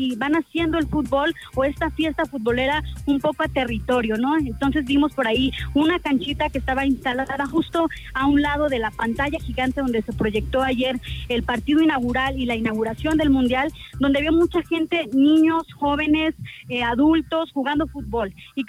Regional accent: Mexico; nos pertenece como mexicanos

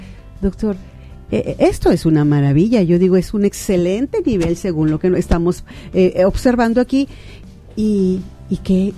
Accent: Mexico; acá con nosotros los mexicanos

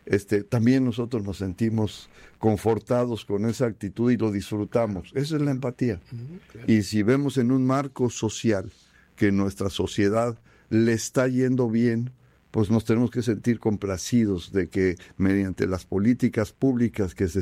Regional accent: Mexico; nos identifican como mexicanos

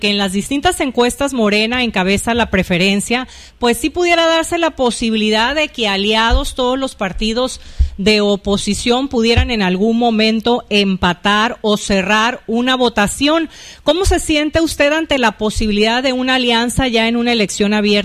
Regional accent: El Dorado, Sinaloa, Mexico; allá en el municipio del Dorado, mi tierra, por cierto, donde tengo el ombligo enterrado

